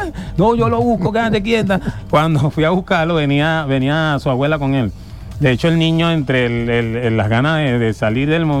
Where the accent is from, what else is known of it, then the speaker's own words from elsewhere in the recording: Venezuela; eso somos los venezolanos.